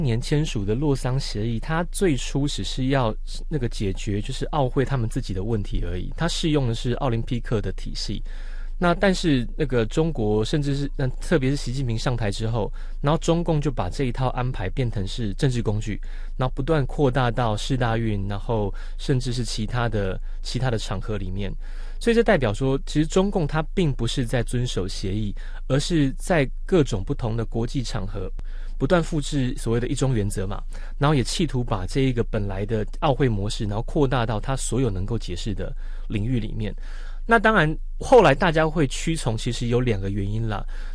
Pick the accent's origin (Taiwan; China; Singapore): Taiwan; 我们台湾